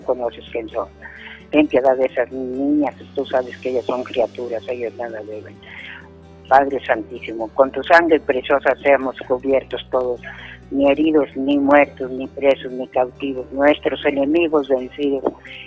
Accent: San Francisco del Rincón, Guanajuato, Mexico; A la orden … de San Francisco del Rincón, Guanajuato.

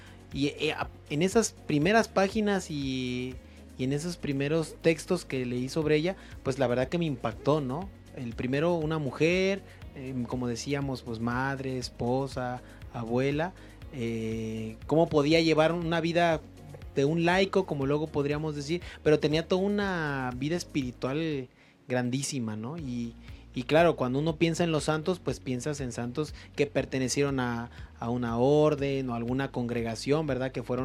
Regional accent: Morelia, Michoacán, Mexico; now in Guadalajara, Mexico; misionero del Espíritu Santo, originario de Morelia, Michoacán.

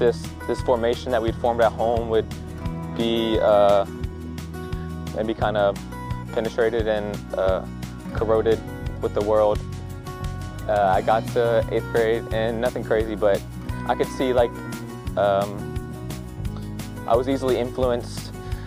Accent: Louisiana, United States; I'm from Louisiana, really close, big family.

